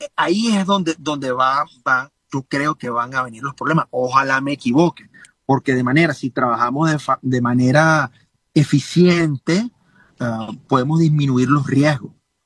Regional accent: Venezuela

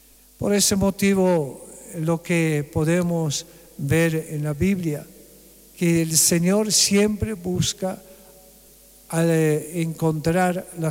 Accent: Bolivia; nuestro gobierno acá en Bolivia

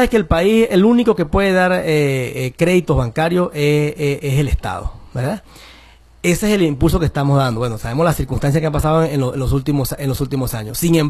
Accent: Venezuela; nosotros necesitamos como venezolanos

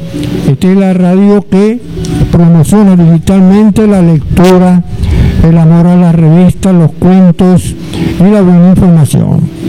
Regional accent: San Juan de los Morros, Guárico, Venezuela; also born or lived in Caracas, Venezuela; yo nací, por accidente, nací en la Concepción Palacio, donde nacen todos los caraqueños, ¿no? Bueno, y a la edad de 4 años me trajeron para acá, para Simón de los Morros

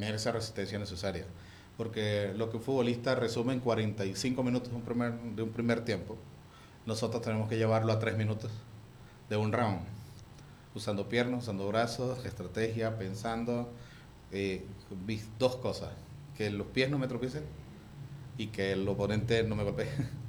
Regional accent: Venezuelan Andes, Venezuela; now in Mérida, Venezuela

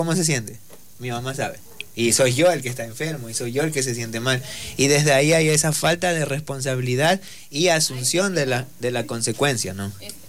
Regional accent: Manabí, Ecuador; pues yo vengo de Manabí, yo he visto esto en Quito, en Manabí, en Santo Domingo

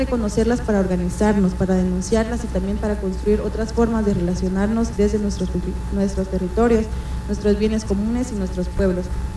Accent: Guatemala; en el caso de las compañeras que somos de Guatemala

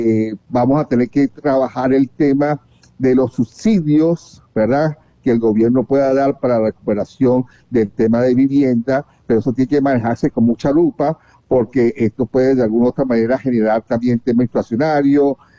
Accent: Venezuela; los que pagamos todo eso somos nosotros los venezolanos.

